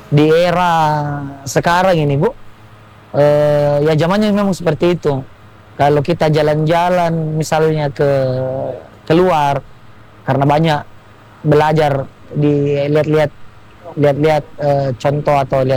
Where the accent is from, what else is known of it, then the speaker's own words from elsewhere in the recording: South Sulawesi, Indonesia; karena kebiasaan tak kita sebagai orang Bugis Makassar yang apa nih, kalau pergi ki di rumahnya keluarga Ata tidak enak ki kalau tidak ada dibawakan sesuatu